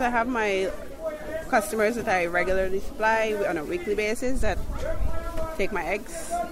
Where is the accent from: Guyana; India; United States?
Guyana; Georgetown, Demerara-Mahaica; I'm originally from Georgetown, South Roundabout, but my farm is located Kurukuru under the Nensuzaik Highway.